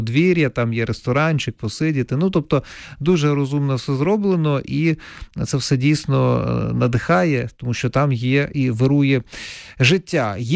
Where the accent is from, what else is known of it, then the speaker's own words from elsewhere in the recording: Donetsk Oblast, Ukraine; я все-таки не з Тернопільщини народ, я родом із Донеччини, так?